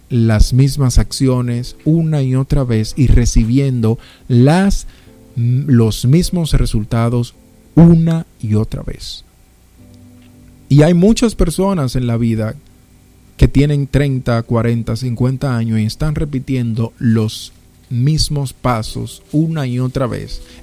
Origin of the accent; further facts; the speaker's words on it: Dominican Republic; como decimos los dominicanos